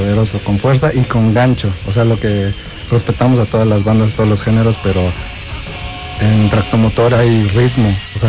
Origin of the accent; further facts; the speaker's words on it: Mexico; somos mexicanos.